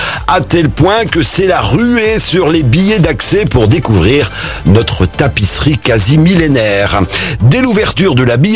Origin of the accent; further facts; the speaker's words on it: Normandy, France; chez nous en Normandie.